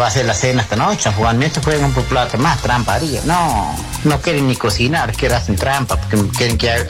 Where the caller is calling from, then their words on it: La Toma, San Luis, Argentina; yo soy … de acá la toma. Acá la toma